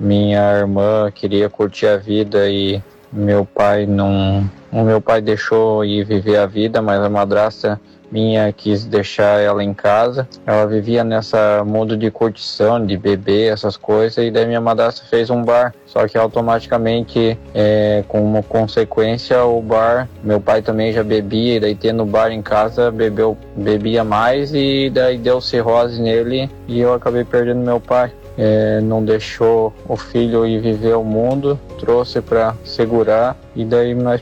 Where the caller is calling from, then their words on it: Brazil; falo de Piraberaba.